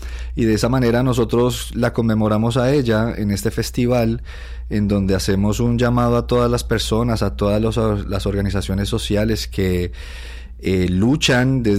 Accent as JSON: {"language": "Spanish", "country": "Colombia", "lives_now": "Puerto Rico", "said": "Yo nací en Colombia, yo soy colombiano."}